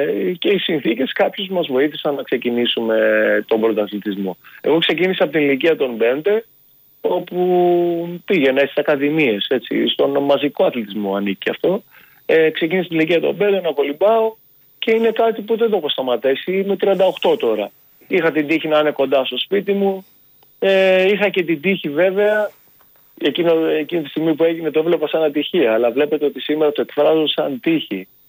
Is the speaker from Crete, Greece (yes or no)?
yes; Chania, Crete, Greece; Θεώρησα ότι πρέπει να επιστρέψω στον τόπο μου κάτι εγώ.